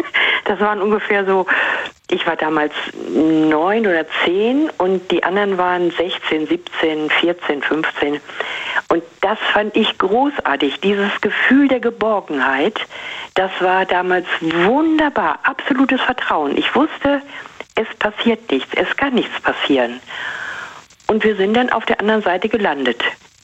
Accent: Germany; Na gut, ich bin auf dem Land groß geworden und die Weser war halt im Sommer unser absoluter Treffpunkt, da haben sich alle getroffen.

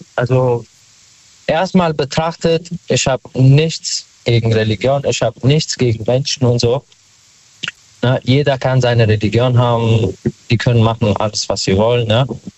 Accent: Wiesbaden, Hesse, Germany; Ich komme aus hier aus Wiesbaden.

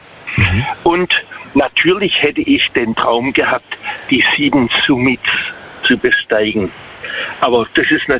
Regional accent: Waghäusel, Baden-Württemberg, Germany; Also ich komme aus Waghäusel.

